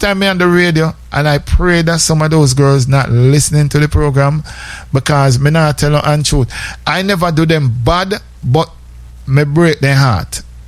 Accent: Saint Mary Parish, Jamaica; So I say I'm from St. Mary. She said, but how me not know you? Me should not wear. So I say, I'm from Dean Pen.

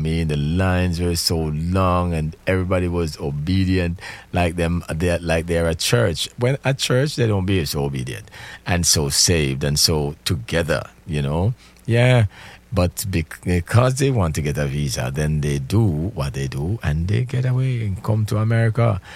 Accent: Jamaica; I am Jamaican

